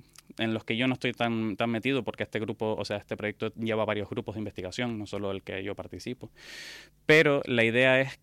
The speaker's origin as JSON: {"language": "Spanish", "region": "Canary Islands", "country": "Spain", "also_born_or_lived": "Austria", "moved": "as an adult", "said": "yo soy estudiante de la Universidad de La Laguna. Estudié mi tesis doctoral aquí y luego, pues como muchos canarios, tuve que salir fuera. En mi caso salí a Austria."}